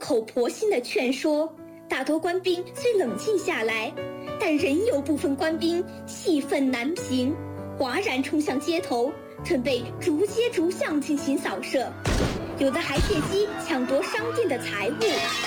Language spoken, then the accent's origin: Chinese; Dazhou, Sichuan, China; 州市通川区七小新锦学校五年级学生 … 。我的家乡达州是老一辈无产阶级革命家，最早在四川开辟革命根据地的著名领导人王维州的故乡。